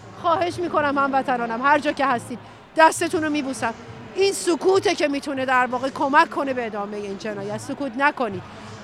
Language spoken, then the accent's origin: Persian; Iran; من دیدم با هر سیاستمداری که حرف میزنیم با وقاحت تمام این دروغ رو به ما که ایرانی هستیم برمیگردونه که هرج و مرج میشه